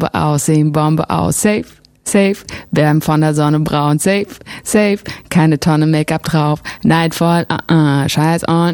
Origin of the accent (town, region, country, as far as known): Germany; first language German